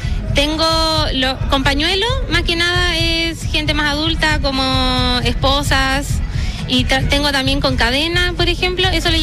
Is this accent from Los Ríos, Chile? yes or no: no; Los Andes, Valparaíso, Chile; also born or lived in La Ligua; Sí, soy de acá, de Los Andes. O sea, nací en La Ligua, pero he vivido toda mi vida aquí.